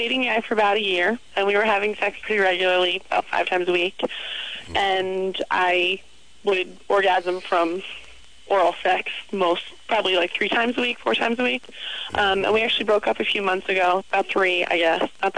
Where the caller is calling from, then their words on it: Pittsburgh, Pennsylvania, United States; I am calling from Pittsburgh.